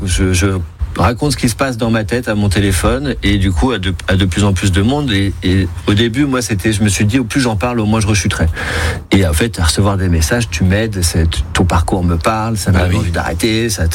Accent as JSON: {"language": "French", "town": "Barcelona", "region": "Catalonia", "country": "Spain", "tie": "born or raised there"}